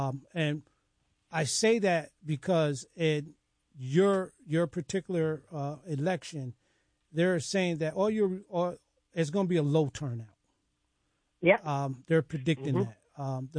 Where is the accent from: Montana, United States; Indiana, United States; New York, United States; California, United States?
New York, United States; Poughkeepsie; I grew up in Poughkeepsie